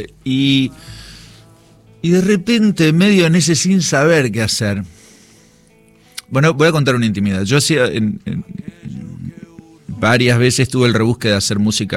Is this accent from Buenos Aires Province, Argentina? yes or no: yes; Buenos Aires Province, Argentina; yo soy de Granburg, que es un lugar del conurbano, donde había muchas colectividades, pero una muy fuerte era la santiagueña y correntinos.